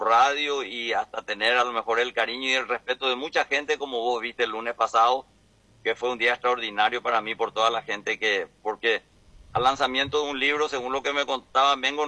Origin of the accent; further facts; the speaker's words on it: Asunción, Paraguay; No, yo soy asunceno. Yo nací en Asunción.